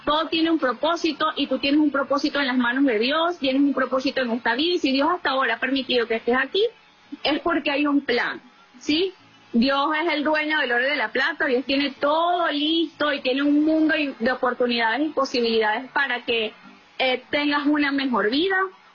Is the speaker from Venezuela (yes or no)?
yes; Venezuela; porque así somos las venezolanas, somos mujeres aguerridas, echadas para adelante